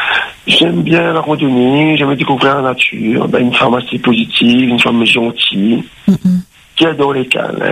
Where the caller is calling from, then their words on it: Saint-Denis, Réunion; je suis de Saint-Denis, ben j'ai 50 ans.